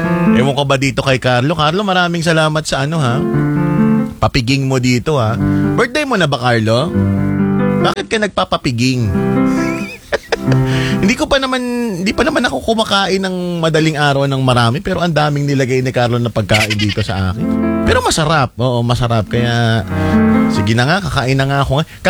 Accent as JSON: {"language": "Tagalog", "area": "Quezon", "region": "Calabarzon", "country": "Philippines", "said": "Taga-Quezon kasi kami."}